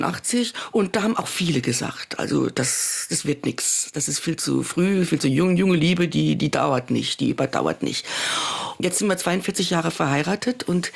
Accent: Nohfelden, Saarland, Germany; also born or lived in Saarbrücken; Da bin ich aufgewachsen und da bin ich geblieben bis heute.

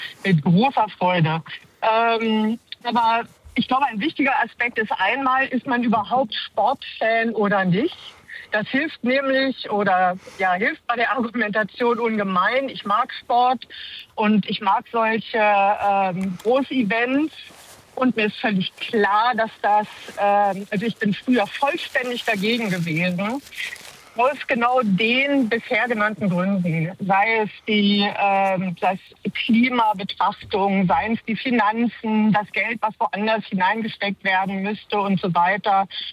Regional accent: Hamburg, Germany; Aber ich bin ja auch Hamburgerin, also wird schon schön sein.

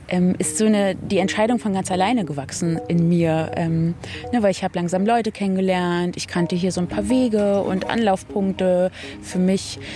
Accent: Berlin, Germany; Ich bin 38 Jahre alt und bin richtig gebürtige Berlinerin. Also meine Familie ist seit 5 Generationen in Friedrichshain geboren. Und ich bin sozusagen richtig doll verwurzelt.

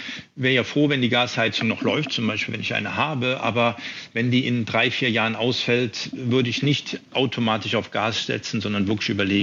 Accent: Mannheim, Baden-Württemberg, Germany; Also ich komme aus Mannheim

